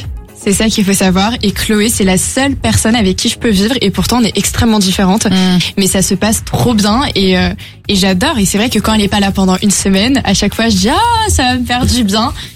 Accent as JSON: {"language": "French", "region": "Île-de-France", "country": "France", "moved": "as an adult", "lives_now": "Paris, France", "said": "Moi, je viens de vers Disneyland la base. J'ai emménagé à Paris à mes 18 ans."}